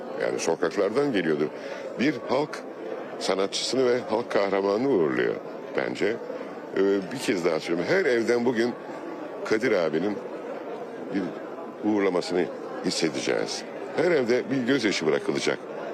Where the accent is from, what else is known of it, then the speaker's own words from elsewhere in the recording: Adana, Turkey; Ben Adanalıyım.